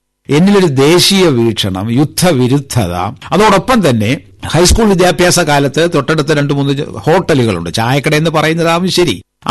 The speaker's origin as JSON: {"language": "Malayalam", "town": "Anavoor", "region": "Kerala", "country": "India", "tie": "born or raised there", "said": "കാരണം ഞാൻ ജനിച്ചു വളർന്നത് ഒരു ഗ്രാമത്തിലാണ്. നെയ്യാറ്റിൻകര താലൂക്കിലെ ആനാവൂർ വില്ലേജിൽപ്പെട്ട ഒരു പ്രദേശത്താണ് ഞാൻ ജനിച്ചതും വളർന്നതും."}